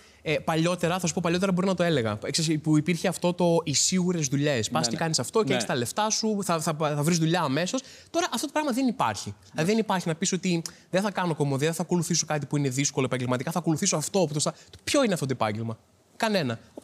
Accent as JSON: {"language": "Greek", "town": "Trikala", "region": "Thessaly", "country": "Greece", "lives_now": "Athens, Greece", "said": "Εμείς ήρθαμε από Τρίκαλα που είχαμε δύο μαγαζιά όλα και όλα. Οπότε ήρθαμε εδώ που είχε χιλιάδες"}